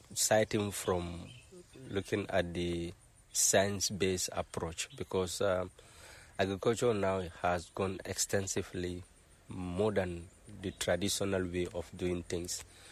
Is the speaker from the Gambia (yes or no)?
yes; Gunjur, West Coast, Gambia; born and brought up in Gunjur.